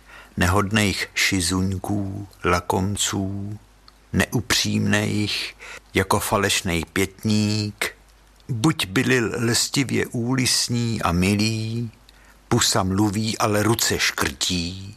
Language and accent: Czech; Central Bohemian Region, Czechia; U nás na Rakovnicku se říkalo táč.